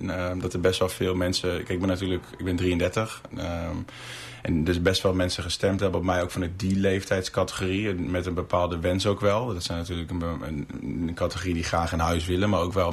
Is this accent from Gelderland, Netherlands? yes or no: yes; Vorchten, Gelderland, Netherlands; now in Veessen, Netherlands; Ik ben zelf geboren en opgegroeid in Vorchten.